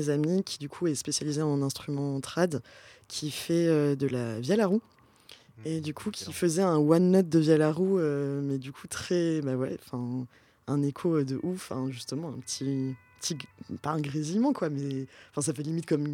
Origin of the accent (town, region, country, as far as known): Pau, Nouvelle-Aquitaine, France